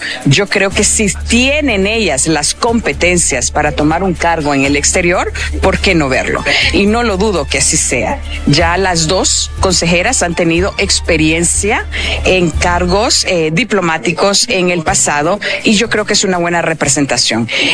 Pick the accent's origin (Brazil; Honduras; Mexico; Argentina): Honduras; lo que nosotros como hondureños vivimos en los meses del 2025 a finales